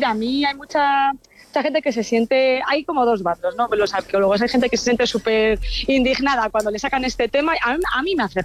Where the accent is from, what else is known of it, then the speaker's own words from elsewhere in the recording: Miranda de Ebro, Castile and León, Spain; Por eso quería hacer algo en mi tierra, en Miranda.